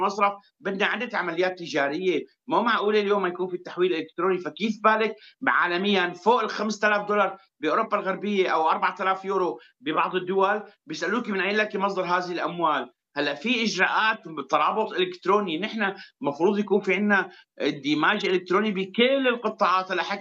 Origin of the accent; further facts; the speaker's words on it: Syria; 80% تقريبا اذا ما قلت 85% من اموالنا نحن كسوريين اللي بالقطع الاجنبيه ما بنحطها بالمصارف